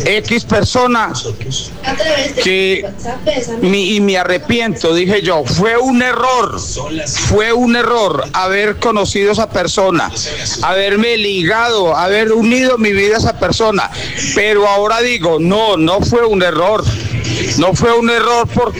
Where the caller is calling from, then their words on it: Cuba; desde Cubita la Bella.